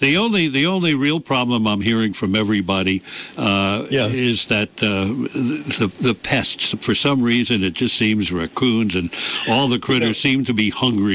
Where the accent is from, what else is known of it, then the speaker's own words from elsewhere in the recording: New York, United States; moved away; when I was a kid growing up in the Bronx